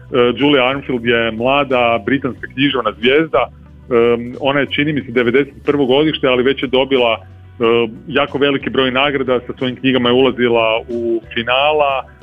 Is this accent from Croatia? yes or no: yes; Croatia; mi smo tu kao Hrvati, kao hrvatski čitatelji, kao hrvatska publika